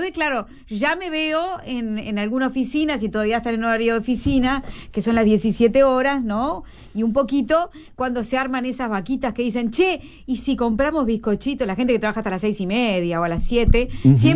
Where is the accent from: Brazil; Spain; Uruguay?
Uruguay; Somos los uruguayos. Estamos viviendo, Leo, por la capital